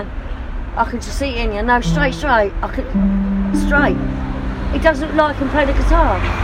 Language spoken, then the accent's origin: English; London, United Kingdom; also born or lived in Paddington; I was born and bred in Marylebone.